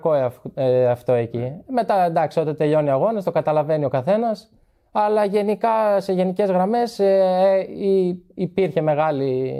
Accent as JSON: {"language": "Greek", "town": "Trikala", "region": "Central Macedonia", "country": "Greece", "tie": "born or raised there"}